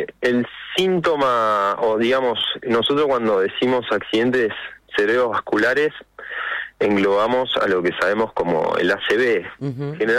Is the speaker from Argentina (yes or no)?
yes; Argentina; como somos nosotros los argentinos